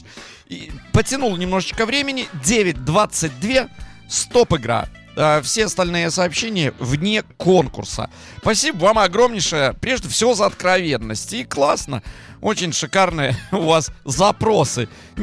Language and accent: Russian; Gomel, Gomel Region, Belarus; Даже достопримечательность моего родного города Гомеля, дворцово-парковый ансамбль, который занесен в ЮНЕСКО, тоже имеется.